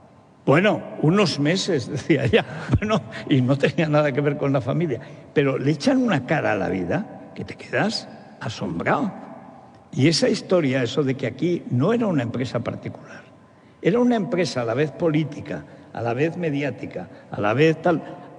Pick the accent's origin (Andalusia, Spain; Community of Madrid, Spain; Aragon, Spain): Aragon, Spain; born there; moved away